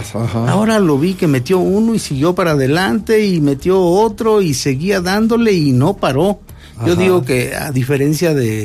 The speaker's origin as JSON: {"language": "Spanish", "region": "Morelos", "country": "Mexico", "tie": "born or raised there", "said": "En los ríos en los ríos de mi pueblo. Ajá. Hay un río muy grande que es un afluente, el río Amacuzac."}